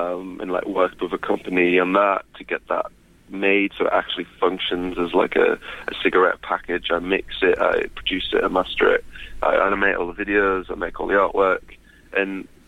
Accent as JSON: {"language": "English", "town": "Sunderland", "region": "North East England", "country": "United Kingdom", "tie": "born or raised there", "moved": "as an adult", "lives_now": "Brighton, United Kingdom", "said": "It's not where I was brought up. I was brought up in Sunderland, but I moved to Brighton a couple of years ago, and now I reside here."}